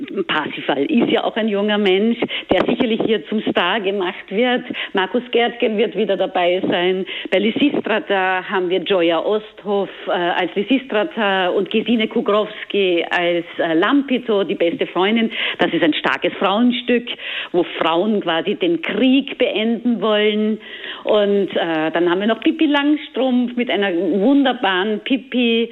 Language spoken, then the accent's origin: German; Vienna, Austria; accent: Austrian